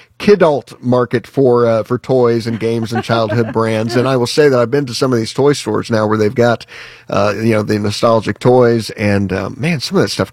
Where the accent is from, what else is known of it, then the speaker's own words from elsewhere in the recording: Indiana, United States; I was, even growing up in Indiana, like, that was never a big thing for our family.